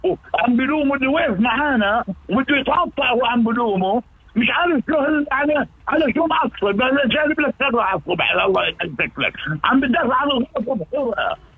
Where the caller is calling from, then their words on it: Palestine; كفلسطيني، انا كفلسطيني